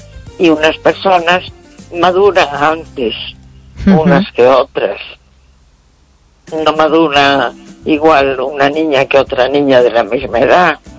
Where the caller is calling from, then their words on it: A Coruña, Galicia, Spain; de La Coruña.